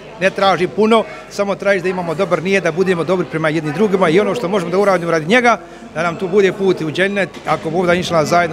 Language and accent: Bosnian; Bosnia & Herzegovina; now in Sydney, Australia; mjesto gdje ćemo mi kao Bosanci, Hercegovci dokazati svoju pripadnost državi